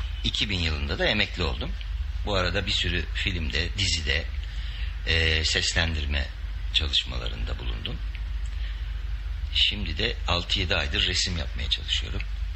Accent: Istanbul, Turkey; born there; Ben 1946 yılında İstanbul'da doğdum.

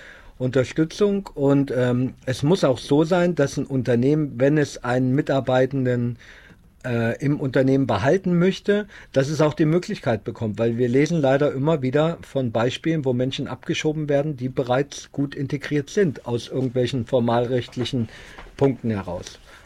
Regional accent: Germany

